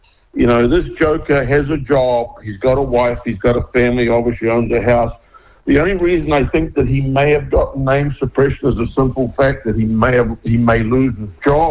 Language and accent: English; Porirua, Wellington, New Zealand; you and I grew up in Porirua, mate, and I was up in Kokiri up there in Champion Street.